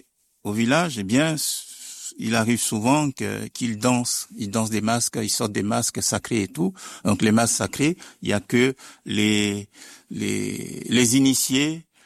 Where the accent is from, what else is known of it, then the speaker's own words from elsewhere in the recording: Côte d’Ivoire; moved away as an adult; also born or lived in Switzerland; Alors moi, je suis originaire de la Côte d'Ivoire.